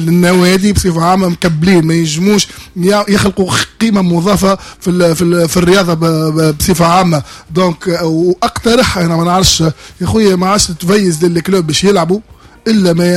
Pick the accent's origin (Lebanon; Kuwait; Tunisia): Tunisia